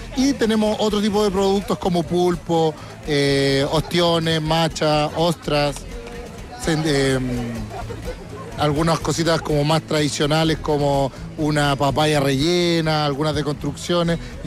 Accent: Santiago, Santiago Metropolitan Region, Chile; now in Curicó, Chile; A lo mejor en Santiago, yo soy de Santiago, llevo 10 años viviendo aquí en Curicó, no está.

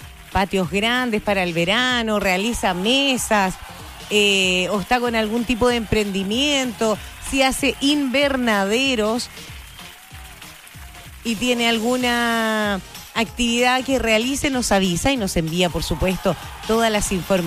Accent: Chile

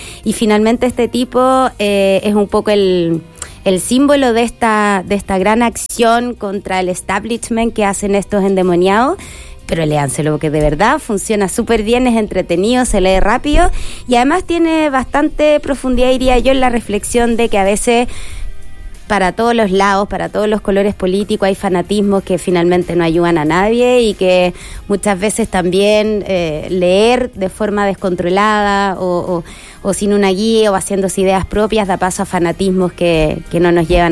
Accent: Chile

